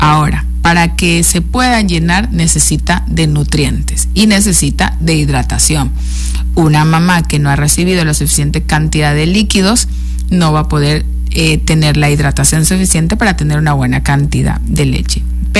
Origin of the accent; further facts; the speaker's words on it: Esmeraldas, Ecuador; moved away; Yo soy de Esmeraldas. En mi tierra se da mucha agua de coco a una posparto.